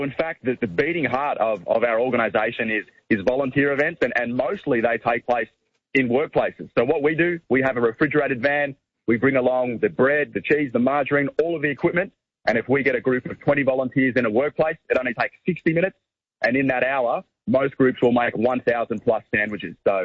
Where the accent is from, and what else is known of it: Shepparton, Victoria, Australia; born or raised there